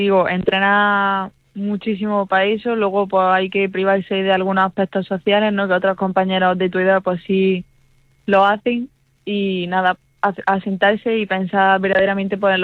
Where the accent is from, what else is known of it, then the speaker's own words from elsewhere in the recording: Motril, Andalusia, Spain; un orgullo de poder representar pues de donde eres, de llevar el nombre de pues Calchuna, Calahonda, Motril, Granada, a cualquier lado